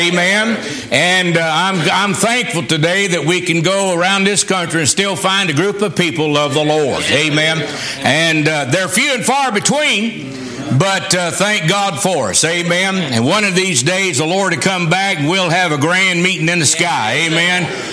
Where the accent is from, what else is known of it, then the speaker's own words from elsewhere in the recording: Durant, Oklahoma, United States; I am from Durant, Oklahoma.